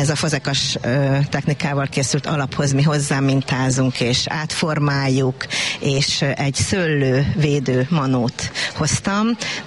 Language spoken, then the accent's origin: Hungarian; Dunaújváros, Fejér, Hungary; Itt voltam gyermek ezen a tájon, dunaújvárosi születésű vagyok, és nagyon sokat ültem a Dunaparton